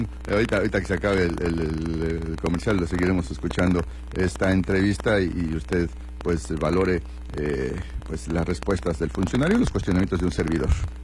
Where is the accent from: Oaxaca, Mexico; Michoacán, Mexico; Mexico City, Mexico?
Mexico City, Mexico; moved away; lo decimos dos que somos originarios de la Ciudad de México